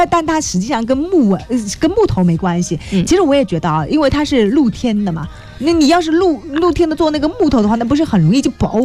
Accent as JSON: {"language": "Chinese", "town": "Fuzhou", "region": "Fujian", "country": "China", "said": "我们福州人就不要去添乱了"}